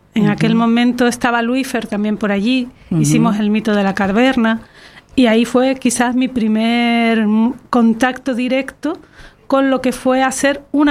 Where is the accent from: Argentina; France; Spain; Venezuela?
Spain; Las Palmas de Gran Canaria, Canary Islands; soy de Las Palmas de Gran Canaria, nací en La Laja, me eduqué en Vegueta y en Tafira